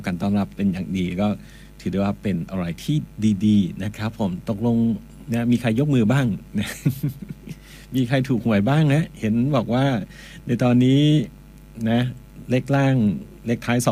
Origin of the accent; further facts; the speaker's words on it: Ban Dung, Udon Thani, Thailand; now in Chanthaburi, Thailand; เป็นคนบ้านเกิดอยู่ที่อุดรนะฮะบ้านเกิดอยู่ที่อุดรที่คำชะโนดนะอำเภอบ้านดุงนะครับก็คือพออยู่ไกลเนาะก็คือผลสุดท้ายบ้านตัวเองไม่ได้อยู่เลยออกมาตั้งแต่ปี35ครับนะฮะแล้วก็ไปอย่างเงี้ยฮะอาชีพดีเจสุดท้ายมาอยู่จันทบุรี